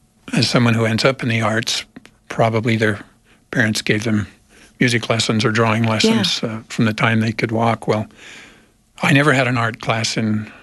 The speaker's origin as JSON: {"language": "English", "region": "Western United States", "country": "United States", "tie": "born or raised there", "said": "I was born in Mesquite, Nevada. Oh, wow. And kind of grew up living in small towns throughout the West."}